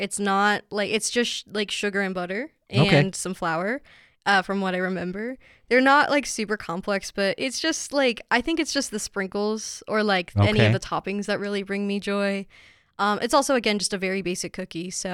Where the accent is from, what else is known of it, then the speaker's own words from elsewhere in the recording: Colorado, United States; So I'm born and raised in Colorado my whole life.